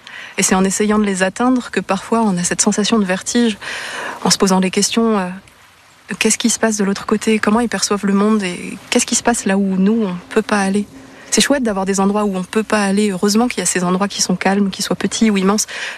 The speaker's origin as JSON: {"language": "French", "region": "Grand Est", "country": "France", "tie": "born or raised there", "said": "j'ai grandi en Lorraine, dans une région qui est très riche en carrières, en forêts, en milieu assez magique et insoupçonné."}